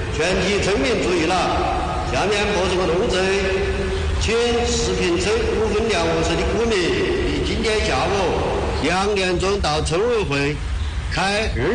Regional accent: China; 我是本地人，也是家乡人，我看到石坪的面貌还没有改变

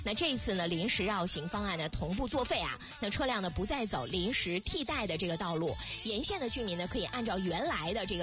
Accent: Northeast China, China; 作为东北人来说

